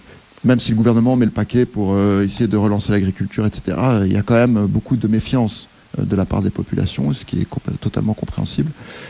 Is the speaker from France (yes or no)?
no; Charleroi, Wallonia, Belgium; Moi, je viens de Charleroi.